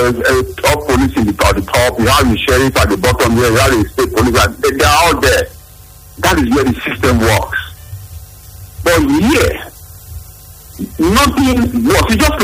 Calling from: Benin City, Edo, Nigeria; I'm calling from Benin.

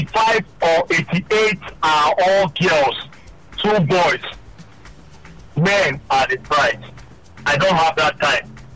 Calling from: Lagos, Nigeria; I'm calling from Lagos.

